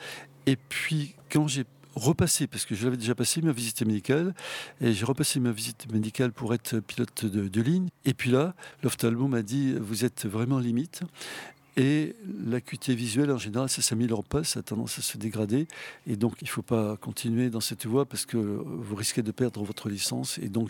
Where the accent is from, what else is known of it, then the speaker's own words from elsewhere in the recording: Toulouse, Occitanie, France; moved away; moi, je suis toulousain. Mes parents avaient construit une maison près du terrain de Montaudran.